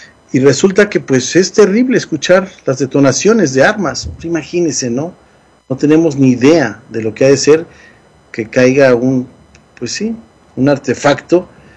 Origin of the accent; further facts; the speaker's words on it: Mexico; yo soy mexicano